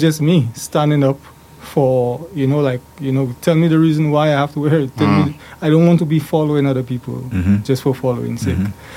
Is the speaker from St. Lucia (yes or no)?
yes; Choiseul, St. Lucia; Because I know my origins, you know, according to what my mom tells me, we are Carib from Choiseul